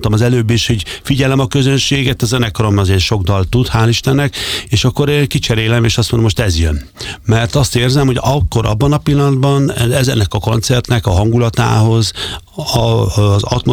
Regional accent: Gyula, Békés, Hungary; mikor gyerekként ugye kerestem a helyemet Gyulán, ahol én felnőttem, a Gyulán az atlétika élet az magas színvonalú volt

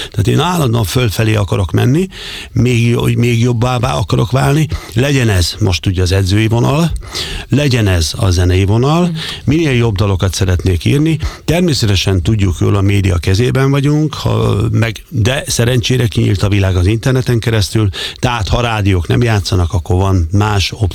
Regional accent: Gyula, Békés, Hungary; born or raised there

